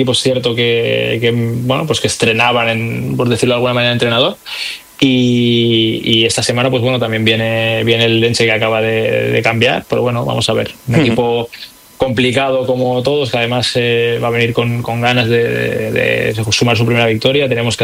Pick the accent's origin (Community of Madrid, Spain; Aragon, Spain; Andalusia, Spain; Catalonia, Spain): Catalonia, Spain; además somos los dos catalanes y de cerca además